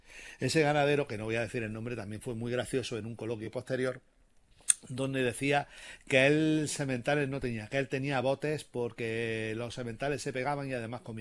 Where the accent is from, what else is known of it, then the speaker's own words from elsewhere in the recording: Andújar, Andalusia, Spain; born there; En mi pueblo, en Andújar